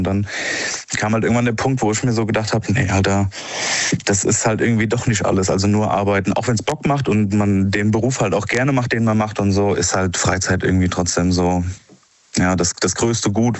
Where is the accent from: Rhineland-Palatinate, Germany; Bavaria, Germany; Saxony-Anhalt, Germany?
Rhineland-Palatinate, Germany; Rheinland-Pfalz und ich komme eigentlich aus Rheinland-Pfalz.